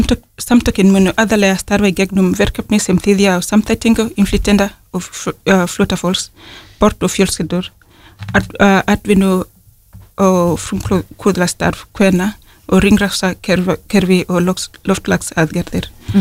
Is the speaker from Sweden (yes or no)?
no; Kenya; Icelandic is a second language; moved away as an adult; now in Iceland